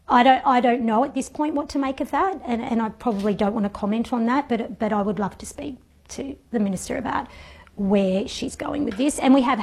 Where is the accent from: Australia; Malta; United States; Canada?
Australia; Melbourne, Victoria; So I'm from Melbourne